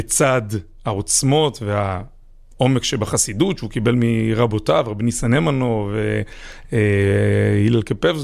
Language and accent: Hebrew; Kfar Chabad, Central District, Israel; אז אני גדלתי בכפר חב"ד, לאבא ואמא מקסימים